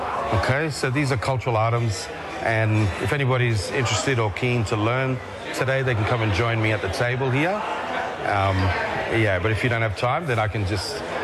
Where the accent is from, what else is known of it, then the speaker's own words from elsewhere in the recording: Queensland, Australia; I'm from Torres Strait, Cape York. My connection to country is the Kulkalgal of Central Torres Strait and the Ankamuti Seven Rivers